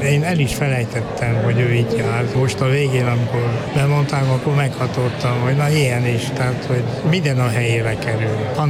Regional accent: Harghita, Romania; Ugye én a Csíki székely vagyok, én jobban ismertem az a keleti részt, a Moldvai Csángó magyar terepet, a gyémesi részt és egy pár székelyfalvi részt.

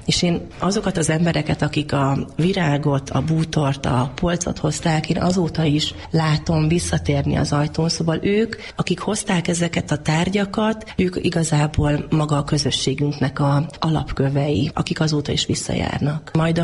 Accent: Gyula, Békés, Hungary; moved away as an adult; also born or lived in Budapest; a gyulai lét, ugye visszaköltözni, de gyula, hiszen én gyulai vagyok, azért az csak az elmúlt 5-6 évben történt meg

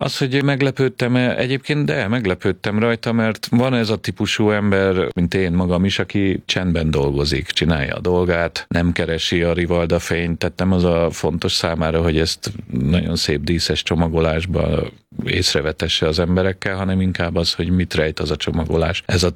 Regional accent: Budapest, Hungary; Én Budapesten születtem, igazából Zuglóban nevelkedtem fel egy lakótelepen, úgynevezett panelházban, átlagosnak nevezhető magyar családban, még csak értelmiségi családnak sem mondanám.

